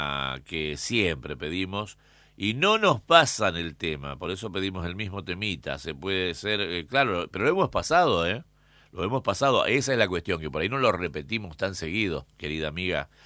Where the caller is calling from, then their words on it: Santa Fe, Argentina; de Santa Fe.